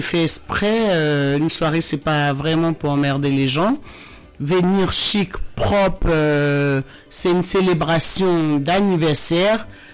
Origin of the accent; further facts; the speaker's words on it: Côte d’Ivoire; Chez nous en Côte d'Ivoire, d'où je suis originaire, oui.